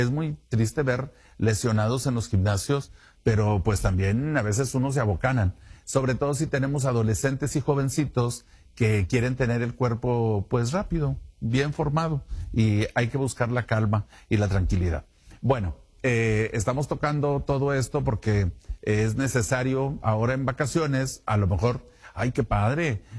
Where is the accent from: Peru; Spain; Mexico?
Mexico; Somos mexicanos, ¿sí? Somos de otra cultura, otra alimentación, otra genética, ¿sí? También, y otra altura también, otro clima también.